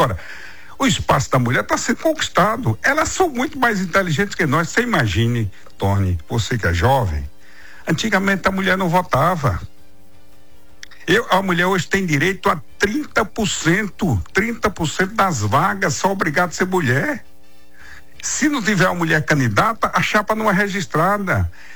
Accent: Antas, Bahia, Brazil; Você imagina um cara da roça aí de Antas

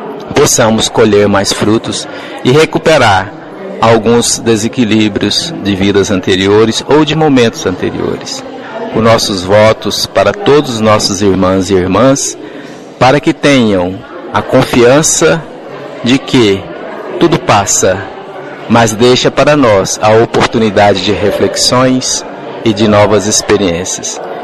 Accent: Goiânia, Goiás, Brazil; Sou de Goiânia, estado de Goiás, Brasil.

